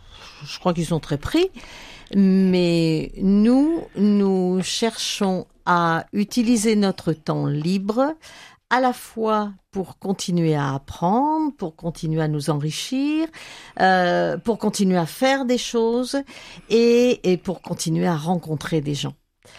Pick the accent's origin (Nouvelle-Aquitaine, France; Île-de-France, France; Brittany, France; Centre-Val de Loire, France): Brittany, France; Lamballe; moved away as an adult; also born or lived in Madagascar / Loir-et-Cher; je suis du coin, puisque je suis de Lamballe, et mes parents étaient tous les deux de Saint-Aron. Mais je ne suis pas toujours restée à Lamballe, je suis partie avec mon mari, on a fait Madagascar, ensuite on est revenu dans le Loir-et-Cher